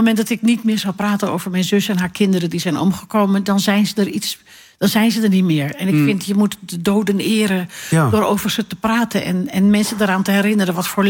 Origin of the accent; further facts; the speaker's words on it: Alkmaar, North Holland, Netherlands; also born or lived in Schagen; de jaren 70, waar mijn jeugd ligt in Alkmaar en in Schagen.